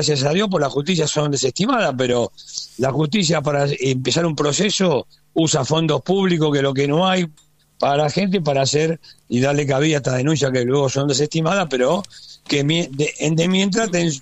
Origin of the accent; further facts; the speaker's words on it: Buenos Aires, Argentina; yo soy bonaerense